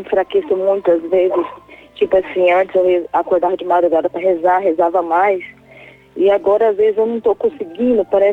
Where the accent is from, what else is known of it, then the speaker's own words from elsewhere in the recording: Sinop, Mato Grosso, Brazil; Eu sou de Sinop, Mato Grosso.